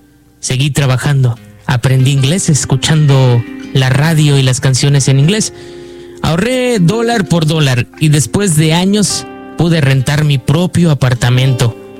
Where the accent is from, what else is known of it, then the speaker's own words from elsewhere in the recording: Michoacán, Mexico; now in United States; Soy de Michoacán, México. Llegué a Estados Unidos con una mochila y una mentira piadosa que le dije a mi mamá.